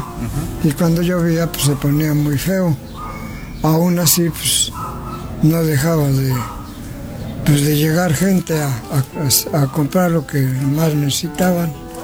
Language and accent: Spanish; San Bartolo, Mexico; Sí, yo soy aquí originario de San Bartolo, Ahora sí, como dijo aquel, el San Bartol es mío, no yo de San Bartol.